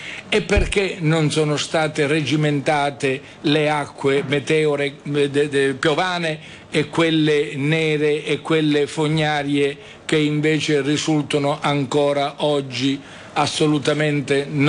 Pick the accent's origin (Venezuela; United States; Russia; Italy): Italy; Sicily; io ho 71 anni, onorevole interrogante, sono siciliano